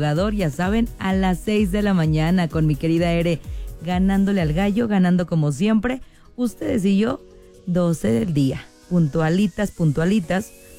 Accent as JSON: {"language": "Spanish", "town": "Calimaya", "region": "State of Mexico", "country": "Mexico", "tie": "born or raised there"}